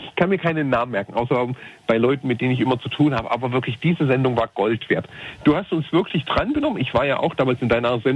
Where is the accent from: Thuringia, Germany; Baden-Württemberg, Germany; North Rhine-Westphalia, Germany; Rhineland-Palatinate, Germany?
Thuringia, Germany; Erfurt; ich komme aus Erfurt und wir wissen beide, was an Erfurt an diesem Wochenende hier los ist.